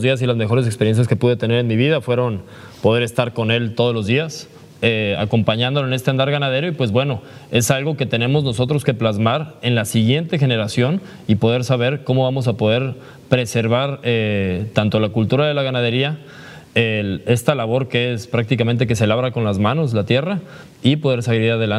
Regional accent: Veracruz, Mexico; gracias a Dios soy veracruzano.

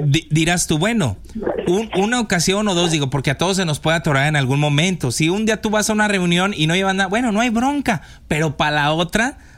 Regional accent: Mexico; nosotros como buenos mexicanos, ahí está el taquito siempre

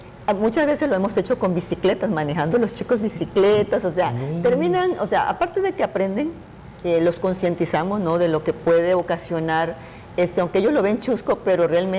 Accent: Mexico; todos como mexicanos, todos participemos en estos ejercicios de evacuación.

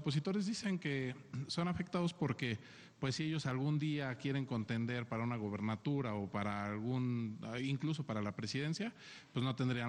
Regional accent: Mexico

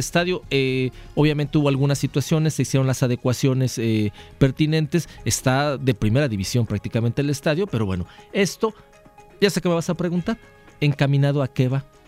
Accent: Mexico; ayer me corregían, no es fútbol soccer, es fútbol asociación, porque somos mexicanos y hablamos español.

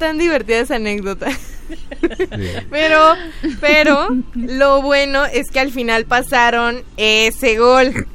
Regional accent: Mexico; algunos motivos que como mexicanos ya conocemos

